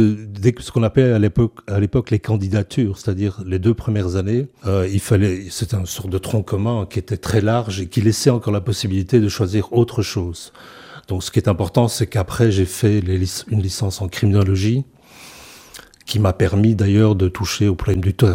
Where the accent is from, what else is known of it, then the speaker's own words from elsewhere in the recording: Ohain, Wallonia, Belgium; J'ai grandi dans le Brabant wallon, dans un village qui s'appelait Ohain